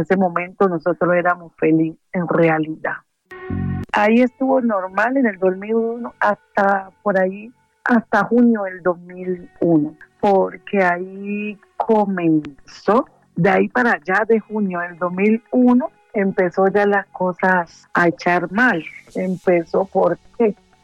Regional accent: Lloró, Chocó, Colombia; Soy del departamento del Chocó, del municipio de Lloró, de la vereda Oguro.

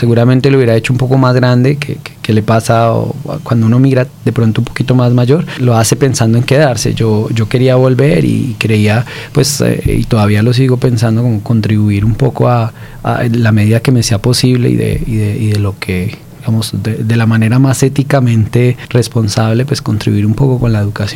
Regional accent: Colombia; moved away as an adult; also born or lived in France; now in Barranquilla, Colombia; volver al país y de volverme a ver como colombiano

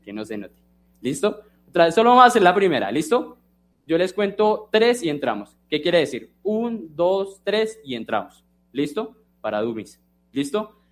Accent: Bogotá, Colombia; la verdad.

